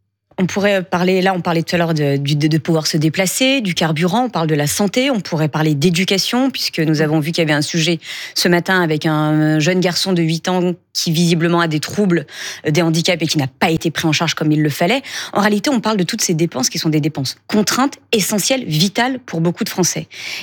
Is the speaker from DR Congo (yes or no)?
no; France; je ne parle pas d'une famille politique versus une autre, en tant que Français, sont en train de se réduire comme peau de chagrin.